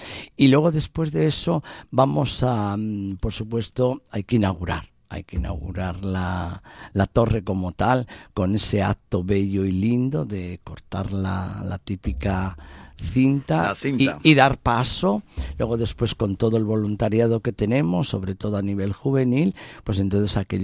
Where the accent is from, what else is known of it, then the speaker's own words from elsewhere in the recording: Spain; moved away; yo soy español, ¿eh? Soy español de origen